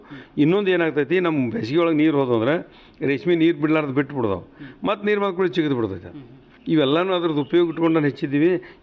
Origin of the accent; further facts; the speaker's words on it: Karnataka, India; ಅದು ನಮ್ಮದು ಟಕ್ಕಳಿಕೆ ಅಂತೇಳಿ ಒಂದು ಅಲ್ಲಿ ಊರಿದೆ, ಅಲ್ಲಿ ಅದು ನಮ್ಮ ಊರನ್ನು